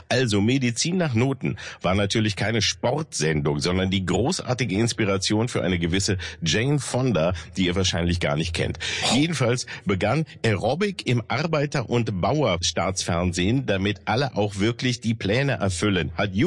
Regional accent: Peine, Lower Saxony, Germany; Ja, aber Peine, damals, wo ich aufgewachsen bin, galt als Zonenrandgebiet.

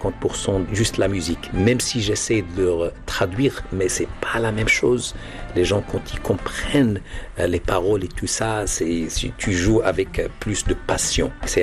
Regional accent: Morocco; now in United States; je suis américain intégré, mais culturellement, je suis amazigh.

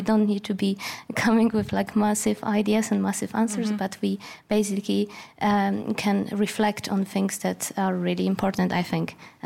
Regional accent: Poland; born there; English is a second language; I have no Jewish heritage, so this story, although I was born in Poland, felt quite far away from me

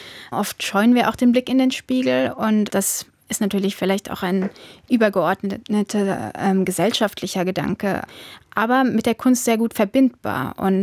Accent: Kirchheimbolanden, Rhineland-Palatinate, Germany; Wir sind in Kirchambulanten aufgewachsen und haben dadurch natürlich ja eine besondere Verbindung zur Stadt.

